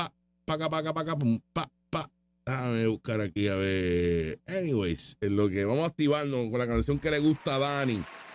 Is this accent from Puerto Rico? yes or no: yes; Puerto Rico; accent: Puerto Rican; No, nosotros tenemos el acento. La gente de las Islas Canarias habla bien parecido a los puertorriqueños.